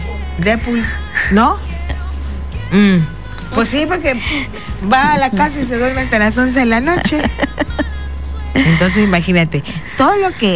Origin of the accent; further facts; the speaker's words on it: Santo Domingo Zanatepec, Oaxaca, Mexico; born there; also born or lived in Juchitán; Bueno, nací en Zanatepec, viví en Juchitán y me conozco la historia bien bonita. En zapoteco y en español.